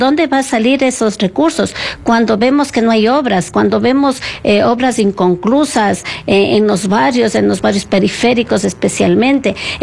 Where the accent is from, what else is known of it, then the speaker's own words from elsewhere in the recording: Quito, Pichincha, Ecuador; somos los usuarios, somos los quiteños y quiteñas.